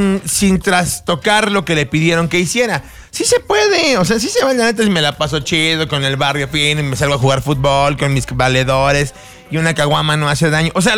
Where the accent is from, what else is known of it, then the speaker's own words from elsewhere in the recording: Mexico City, Mexico; De Tacubaya, no soy de Las Lomas